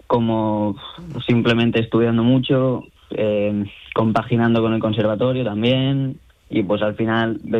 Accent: Alicante, Valencian Community, Spain; Yo vengo de Alicante.

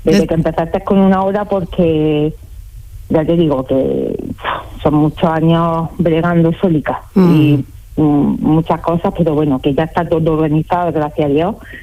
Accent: Jaén, Andalusia, Spain; Yo soy de Jaén. Me levanto muy temprano porque soy mamá de 2 mellizos también. Trabajo en el Ayuntamiento de Jaén.

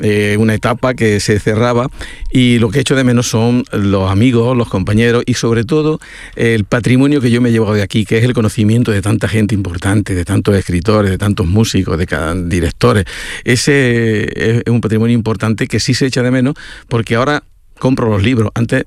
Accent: Jódar, Andalusia, Spain; un festival que hacemos en Jódar, en mi pueblo

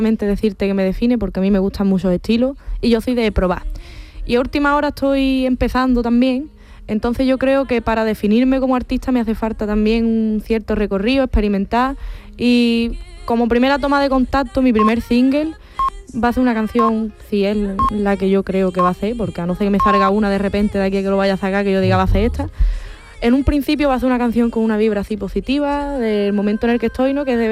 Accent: Cádiz, Andalusia, Spain; puedo decir carnavalera, soy de Cádiz

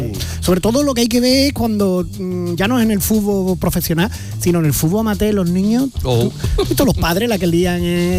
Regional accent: Andalusia, Spain; accent: Andalusian; Gusta mucho, claro, cada vez Andalucía, cada vez más. Uh-huh. Así que nunca he tenido problema.

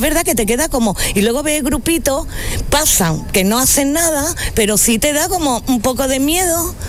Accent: Almogía, Andalusia, Spain; born there; moved away as an adult; now in Ceuta, Spain; Yo en Almojía, Málaga.

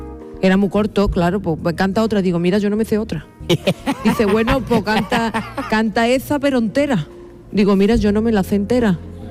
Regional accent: Jerez, Andalusia, Spain; born there; Claro, porque nací en Jerez.

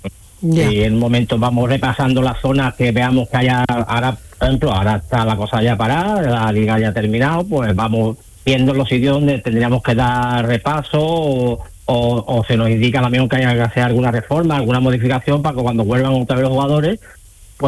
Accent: Andalusia, Spain; aunque yo siempre soy de Canal Sur, por mi tierra

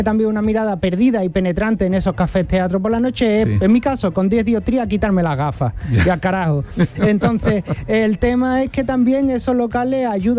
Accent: Jerez de la Frontera, Andalusia, Spain; now in San Juan de Aznalfarache, Spain; yo soy de Jerez.

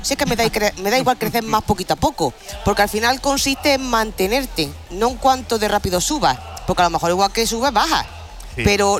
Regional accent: Guadix, Andalusia, Spain; Jolín, pero que si estamos en Granada, yo te voy a decir que te vayas a Guadí, que es mi pueblo.

